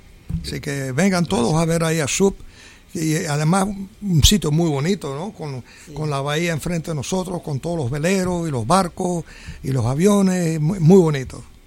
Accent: Venezuela; also born or lived in Catalonia; Pero me crié en Venezuela toda mi vida. Y de Venezuela.

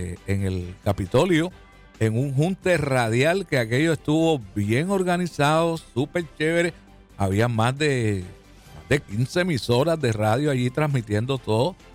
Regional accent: Luquillo, Puerto Rico; Yo soy de Luquillo allá representando a los Comecoco.

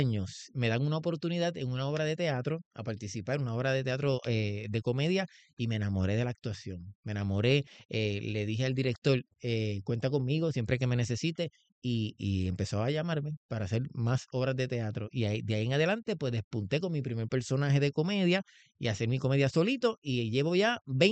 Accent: Juncos, Puerto Rico; also born or lived in Caguas; yo nací en el hospital, nací en el hospital de Caguas. Pero me crié en el pueblo de Juncos

